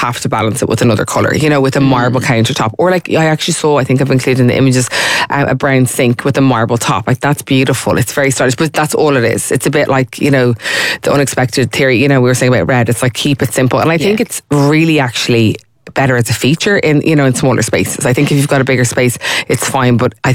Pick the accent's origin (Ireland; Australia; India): Ireland; we're from Ireland, like we've such beautiful buildings and history